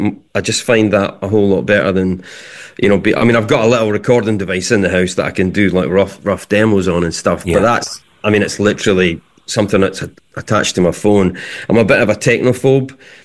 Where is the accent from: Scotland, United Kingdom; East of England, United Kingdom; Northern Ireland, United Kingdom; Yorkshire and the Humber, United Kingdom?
Scotland, United Kingdom; Edinburgh; I grew up in Leith